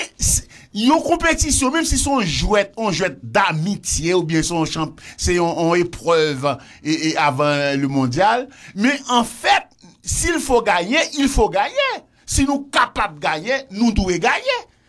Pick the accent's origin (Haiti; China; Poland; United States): Haiti; Moi je suis un haïtien, je ne le dis pas avec ma bouche, mais je le dis dans mes actes.